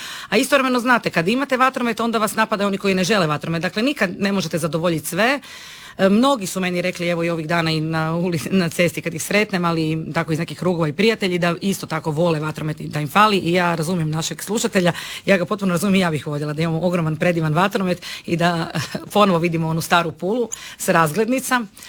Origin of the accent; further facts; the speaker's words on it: Pula, Istria County, Croatia; Ja sam odrasla u Puli, uz pulski vatromet